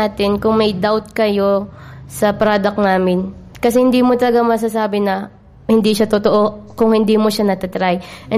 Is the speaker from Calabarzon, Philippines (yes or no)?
yes; Lucban, Calabarzon, Philippines; mula sa Lucban, Quezon, Barangay Ayuti.